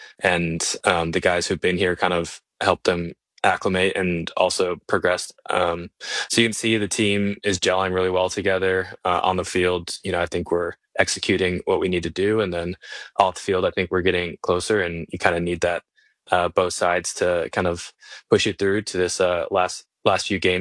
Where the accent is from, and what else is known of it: Minnesota, United States; born there